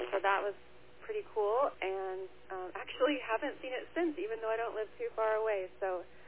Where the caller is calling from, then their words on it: Redlands, California, United States; I'm calling from Redlands, California.